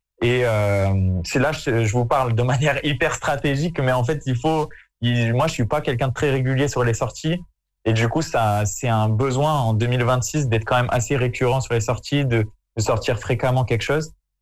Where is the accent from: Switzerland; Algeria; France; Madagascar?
France; je me sens plus dans l'éducation marocain que français, mais je suis français et je suis très fier d'être des deux. Mais c'est vrai que j'ai vraiment grandi avec cette culture-là